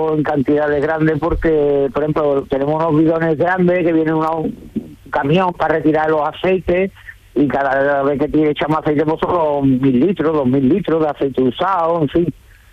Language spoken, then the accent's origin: Spanish; Montequinto, Andalusia, Spain; now in El Ronquillo, Spain; Yo vengo yo soy de toda la vida de Dios, de Montequinto.